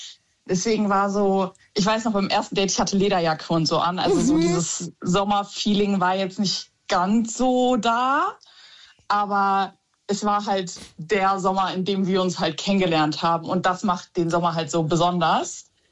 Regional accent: North Rhine-Westphalia, Germany; Also ich komme aus NRW und er aus Rheinland-Pfalz.

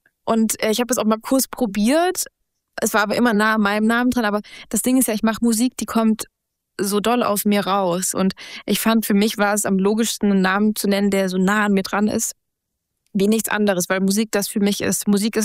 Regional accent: Ravensburg, Baden-Württemberg, Germany; Wir spielen ja jedes Jahr in meiner Heimatstadt im Konzerthaus.

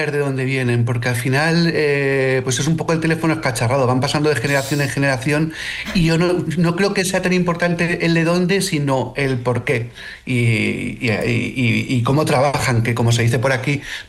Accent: Alcázar de San Juan, Castilla-La Mancha, Spain; yo, por ejemplo, soy de Alcázar de San Juan, un pueblo de Ciudad Real

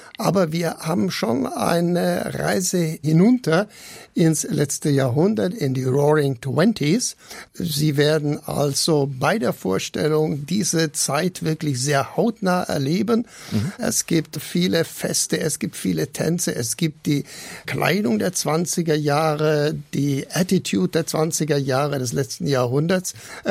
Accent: Southern Germany, Germany; Ich bin in Süddeutschland groß geworden.

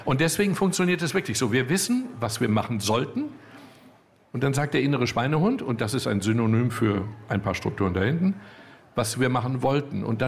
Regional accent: North Rhine-Westphalia, Germany; ich komme aus dem Ruhrgebiet

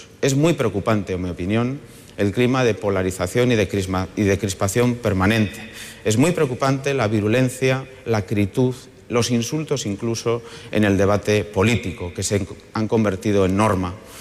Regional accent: Basque Country, Spain

